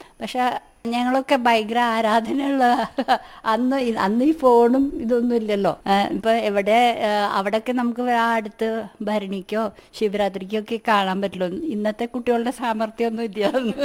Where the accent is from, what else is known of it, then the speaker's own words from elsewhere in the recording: Mumbai, Maharashtra, India; now in Kerala, India; ഞാൻ ജനിച്ച് വളർന്നത് ബോംബെയിലാണ്.